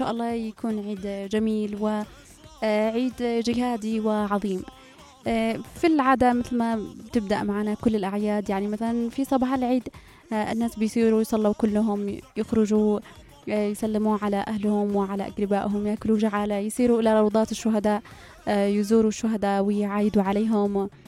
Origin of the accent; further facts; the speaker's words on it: Yemen; في بلادنا، يعني عندنا في اليمن